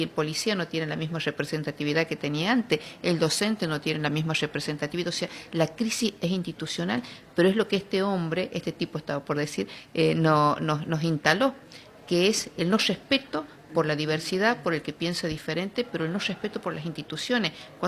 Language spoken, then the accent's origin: Spanish; Argentina; es volver a la esencia de lo que somos los argentinos.